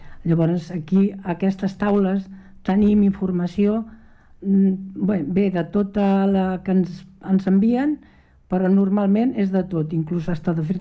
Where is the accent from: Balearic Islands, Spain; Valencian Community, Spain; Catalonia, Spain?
Catalonia, Spain; Mataró; Jo vaig néixer a Mataró